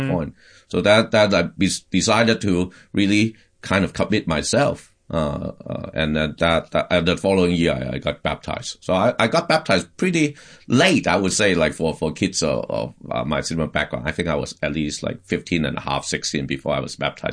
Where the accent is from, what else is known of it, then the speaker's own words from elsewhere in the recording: Hong Kong; first language Cantonese; English is a second language; now in Boston, United States; And by the time I got to a college, here in Boston, I grew up in Hong Kong, so we speak Cantonese dialect